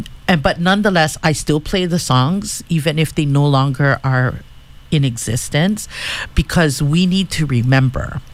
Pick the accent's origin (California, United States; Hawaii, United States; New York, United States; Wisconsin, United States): Hawaii, United States; Kauai; Born and raised on Kauai